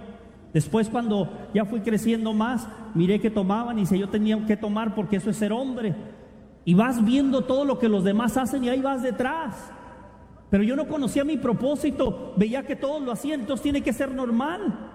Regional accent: Tijuana, Baja California, Mexico; nacía en una casita de cartón en Tijuana

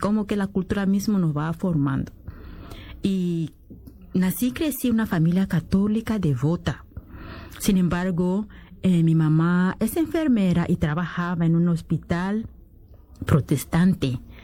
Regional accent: DR Congo; moved away; Yo soy de la República Democrática del Congo, donde nací y crecí en una familia grande de 8 hijos.

